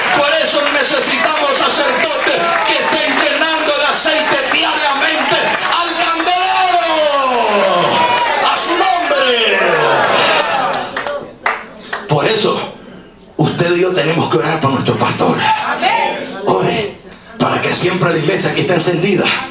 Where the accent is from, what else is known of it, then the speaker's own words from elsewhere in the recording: El Salvador; mi país, El Salvador